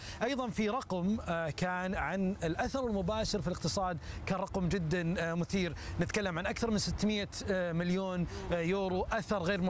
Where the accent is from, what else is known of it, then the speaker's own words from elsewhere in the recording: Riyadh, Riyadh Province, Saudi Arabia; عندنا في الرياض